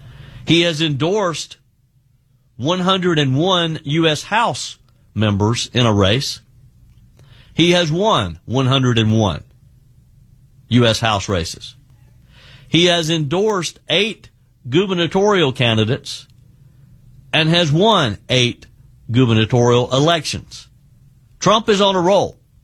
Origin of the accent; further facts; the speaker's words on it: South Carolina, United States; I'm going to have to spend probably a little more time today on my home state of South Carolina than normal